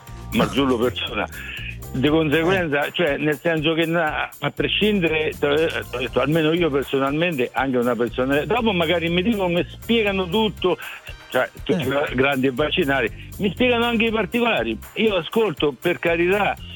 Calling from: Montefranco, Umbria, Italy; Io Montefranco, vicino Terni.

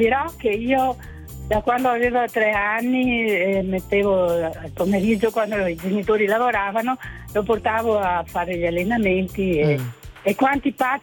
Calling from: Bassano del Grappa, Veneto, Italy; Io chiamo da Bassano perché mio nipote, noi siamo di Bassano

